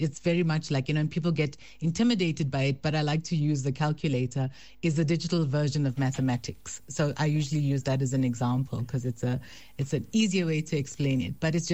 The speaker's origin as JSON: {"language": "English", "town": "Durban", "region": "KwaZulu-Natal", "country": "South Africa", "tie": "born or raised there", "moved": "as an adult", "lives_now": "Johannesburg, South Africa", "said": "I grew up in Durban, South Africa. So I think I was there for about 20-something years before I moved to Johannesburg."}